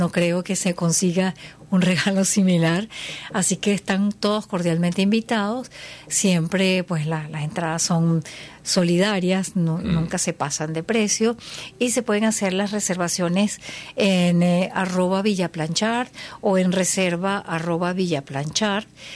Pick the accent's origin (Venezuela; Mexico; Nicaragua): Venezuela